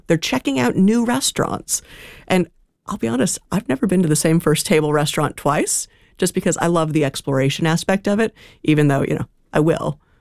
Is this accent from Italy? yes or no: yes; Italy; now in New Zealand; I grew up in Italy.